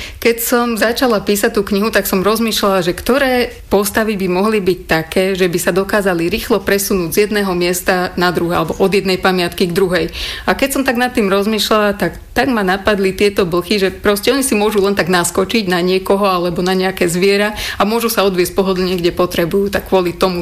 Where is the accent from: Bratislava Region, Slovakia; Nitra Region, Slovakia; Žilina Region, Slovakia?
Nitra Region, Slovakia; Vráble; Ja pochádzam z nedalekého mesta Vráble a študovala som tu na Univerzite Konštantína filozofa, management kultúry a turizmu.